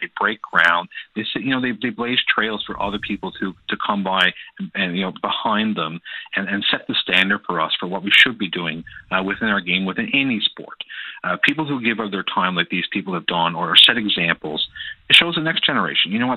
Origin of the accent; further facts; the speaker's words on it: Grand Falls-Windsor, Newfoundland and Labrador, Canada; I grew up here in Grand Falls, Windsor, and Terry was the voice on the radio.